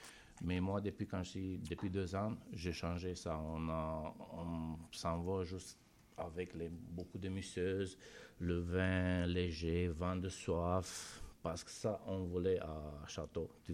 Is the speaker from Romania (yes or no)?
yes; Romania; now in Quebec, Canada; Oui, je viens de la Roumanie.